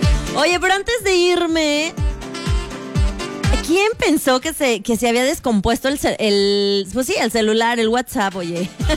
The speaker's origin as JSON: {"language": "Spanish", "country": "Mexico", "said": "ya sabes cómo somos los mexicanos, y de todo hacemos un chistecillo, un pequeño chascarrillo."}